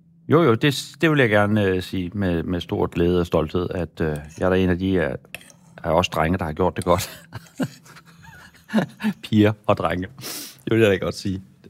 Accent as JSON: {"language": "Danish", "region": "Central Denmark Region", "country": "Denmark", "tie": "born or raised there", "said": "jeg er vokset op i Midtjylland og kun har haft engelsk i 3 år, så er mit engelsk jo så skole dansk."}